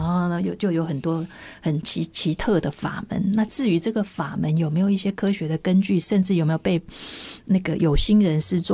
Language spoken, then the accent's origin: Chinese; Taiwan; 那越卖越贵，我们台湾人有一种想法，